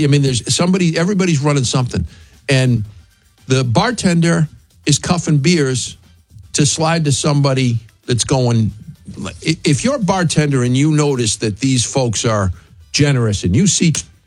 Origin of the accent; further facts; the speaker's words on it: Hampton Beach, New Hampshire, United States; I'm a kid from Hampton Beach that's always looking for a street scam, right?